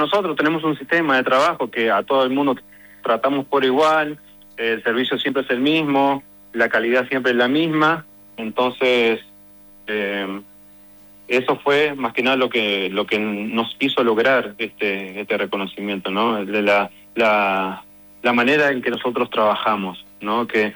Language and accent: Spanish; Uruguay; now in Utah, United States; soy uruguayo, soy latino